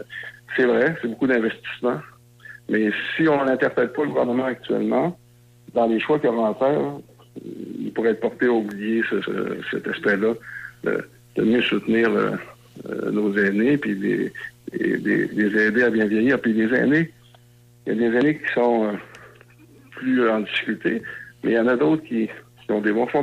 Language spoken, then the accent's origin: French; Squatec, Quebec, Canada; dans notre village, mon village natal, à Squatec